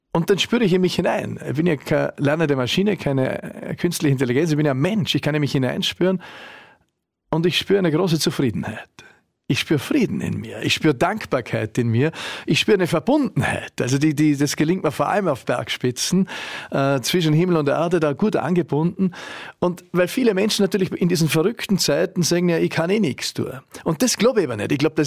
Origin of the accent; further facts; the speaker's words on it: Vorarlberg, Austria; bin über viele Dinge, die ich da auch quasi aufgenommen habe in meiner Kindheit und Jugend im Klostertal, dankbar.